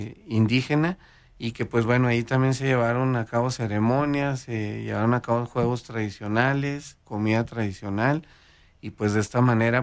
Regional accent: Guachochi, Chihuahua, Mexico; quienes somos de Huachochi

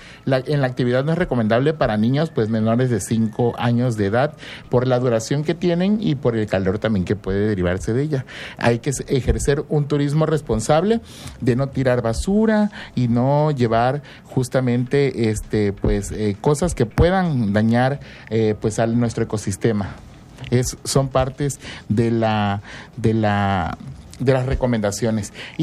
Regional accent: Tabasco, Mexico; los que somos de Tabasco conocemos el cacao

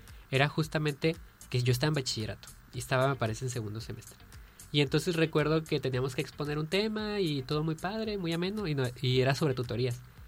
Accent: Zapopan, Jalisco, Mexico; moved away as an adult; now in Colima, Mexico; Yo soy de Guadalajara, de Zapopan, Jalisco.

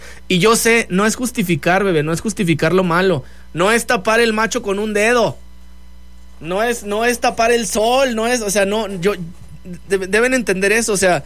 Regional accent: Mexico; nuestro trabajo como mexicanos no es estar quemando más a nuestro país

